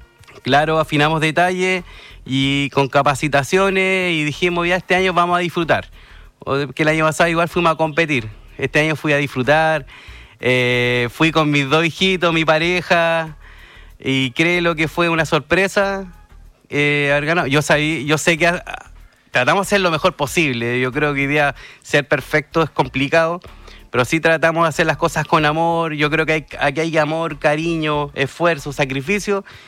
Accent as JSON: {"language": "Spanish", "town": "Peñaflor", "region": "Santiago Metropolitan Region", "country": "Chile", "moved": "as an adult", "lives_now": "Valparaíso, Chile", "said": "yo vengo de Peñaflor."}